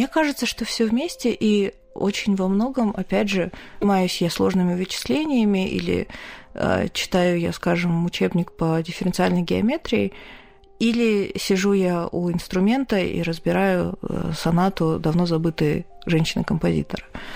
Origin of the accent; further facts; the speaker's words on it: Kazakhstan; то есть как любая хорошая казашка, я обращаюсь к синкретизму практически всегда.